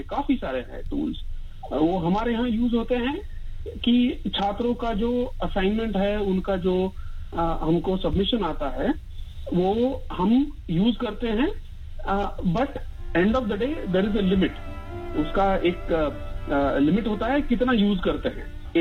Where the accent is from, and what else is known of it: Pune, Maharashtra, India; moved away as an adult; now in Australia